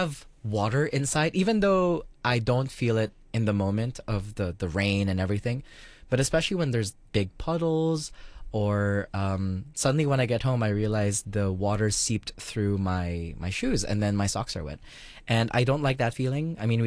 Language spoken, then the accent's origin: English; Philippines; now in Hong Kong; And some episodes, we also just share our experiences as Filipino Hong Kongers as well.